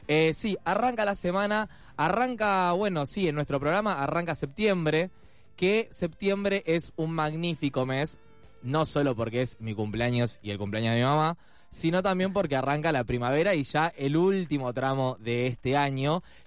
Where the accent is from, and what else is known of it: Argentina